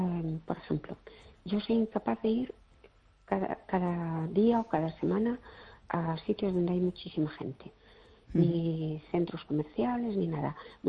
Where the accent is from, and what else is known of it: Fene, Galicia, Spain